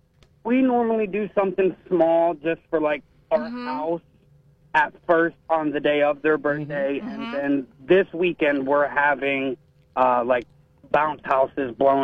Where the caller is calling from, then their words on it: Akron, Ohio, United States; I live in Ellet.